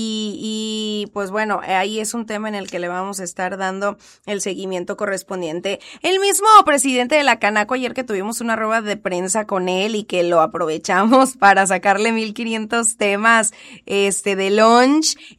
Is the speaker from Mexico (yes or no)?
yes; Mexico